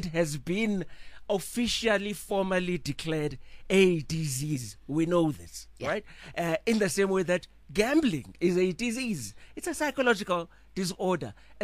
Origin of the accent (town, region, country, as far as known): South Africa